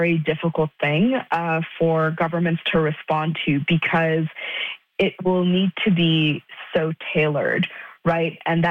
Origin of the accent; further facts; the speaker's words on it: Canada; And I don't think that's just because I'm Canadian.